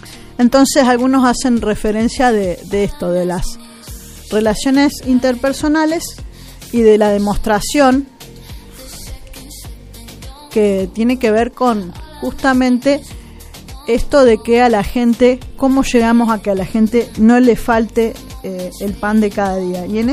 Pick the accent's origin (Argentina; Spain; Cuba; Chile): Argentina; ¿Cómo pensamos nuestra industria como argentinos, nuestra productividad, que no solamente es para nosotros, sino para el resto de la humanidad, que desde este lugar, desde Argentina, también podría exportar si hubiera más producción?